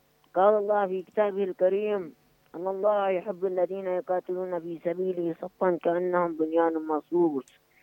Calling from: Yemen; نحن شعب يمني قوي

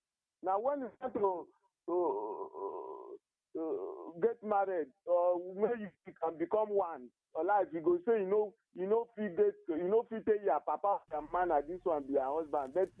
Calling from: Ebonyi, Nigeria; I'm calling from Izasa, Atoneke in Ebonyi State.

